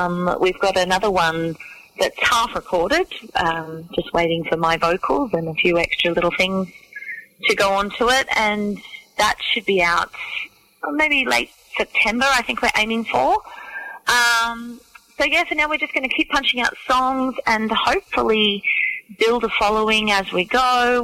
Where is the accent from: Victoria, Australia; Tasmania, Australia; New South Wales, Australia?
New South Wales, Australia; Orange; a small little orchard locality, actually known for a lot of wineries now, just outside of Orange in New South Wales, where I grew up, and my family is generations of orchardists.